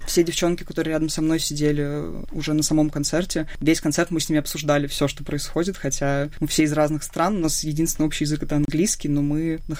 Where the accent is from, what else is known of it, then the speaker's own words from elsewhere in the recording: Russia; я прям девочка из России